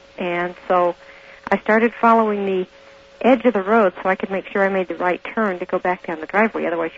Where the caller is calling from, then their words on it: Denver, Colorado, United States; Good morning, Art. … in Denver.